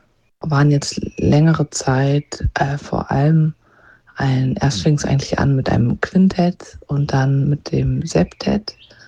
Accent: Kiel, Schleswig-Holstein, Germany; born there; also born or lived in Stockholm; now in Hamburg, Germany; Ich bin in Kiel geboren und wohne seit vielen Jahren schon in Hamburg. Hier habe ich auch studiert, habe aber auch ein Jahr meines Studiums in Schweden, in Stockholm verbracht

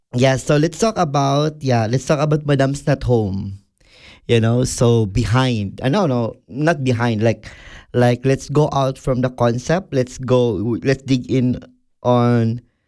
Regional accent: Philippines; moved away; we are Filipino

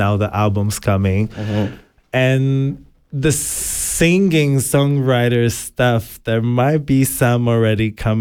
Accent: Jundiaí, São Paulo, Brazil; moved away; in my hometown in Brazil, in Jundiaí.

